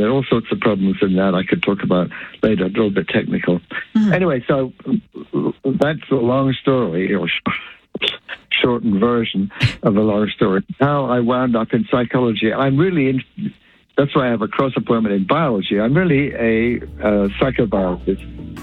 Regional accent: England, United Kingdom; my problem was that I grew up in England, and in England, it's a rather rigid educational system.

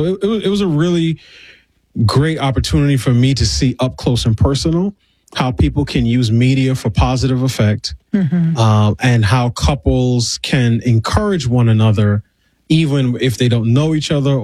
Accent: New York, United States; now in Washington, United States; I'm from New York and had been in the D.C. area for about 4 years at that point.

